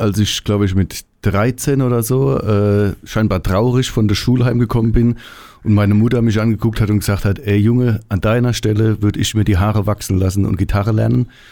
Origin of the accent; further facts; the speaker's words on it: Germany; accent: Kurpfälzisch; dieser Dialekt, mit dem ich quasi als Kind schon auf der Straße sprechen gelernt habe